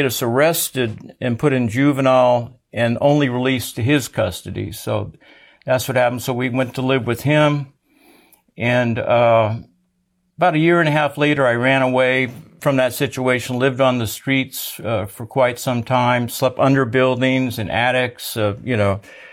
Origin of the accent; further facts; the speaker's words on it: San Antonio, Texas, United States; born there; Well, I was born in San Antonio, Texas, and the Lord blessed me with quite a bit of adversity.